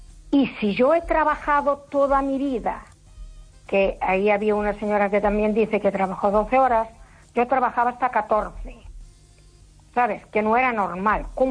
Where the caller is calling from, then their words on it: A Coruña, Galicia, Spain; Desde Coruña.